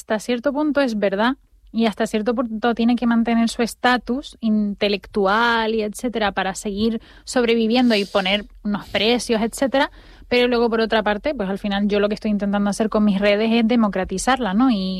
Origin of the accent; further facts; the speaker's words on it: Spain; todos los españoles tenemos una especie de complejo.